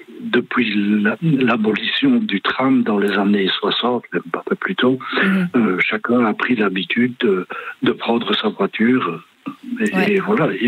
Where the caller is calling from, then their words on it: Wallonia, Belgium; je vous appelle d'un petit village dans la région de Bastogne, entre Bastogne et Libramont-Saint-Aude.